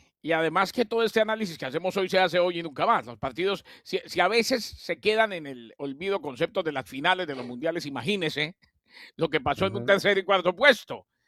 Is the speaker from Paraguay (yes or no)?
no; Colombia; resultado de recocha, decimos en Colombia.